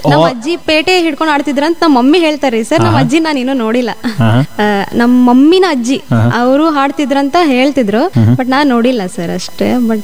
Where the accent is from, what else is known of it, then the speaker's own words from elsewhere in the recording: Raybag, Karnataka, India; ನಮ್ಮ ಊರಾಗ ರಾಯಬಾಗದಲ್ಲಿ ಇತ್ತು ಸರ್